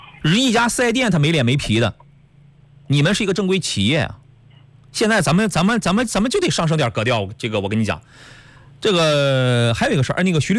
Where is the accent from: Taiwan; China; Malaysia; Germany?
China; Qingdao, Shandong; moved away; 我们青岛的，我老家的朋友